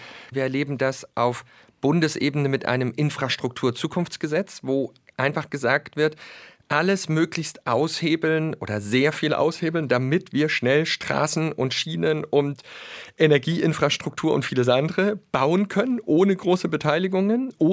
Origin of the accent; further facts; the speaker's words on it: Lusatia, Germany; Also gerade in meiner Heimat, in der Lausitz, wo die Spree dann in Richtung Berlin fließt, der Spreewald, durch die großen Braunkohletagebaue und die Flutung jetzt, die stillgelegten, dort gibt es einfach Verteilungskonflikte um Wasser.